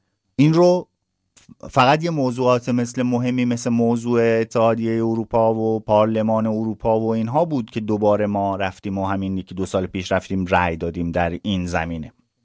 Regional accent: Iran; now in Sweden; مایی که در این حال که سوئدی هستیم ایرانی هم هستیم

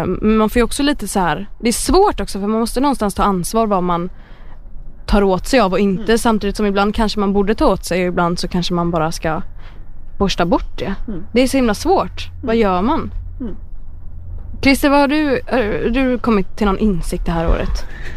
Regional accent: Gothenburg, Västra Götaland County, Sweden; moved away as an adult; now in Vara, Sweden; Alltså vi är ju båda från Göteborg.

